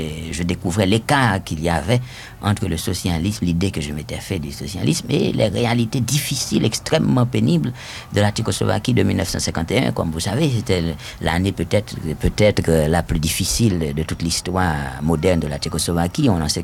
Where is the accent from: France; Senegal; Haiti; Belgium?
Haiti; Et en Haïti, oui, mais tant bien que mal, dans la mesure où on trouvait des livres, parce que dans ma ville natale, par exemple, il n'y avait pas de bibliothèque.